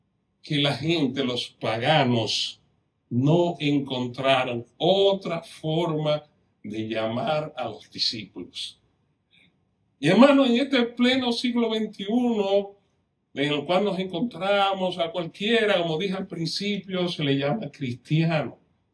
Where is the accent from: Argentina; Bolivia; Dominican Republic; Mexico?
Dominican Republic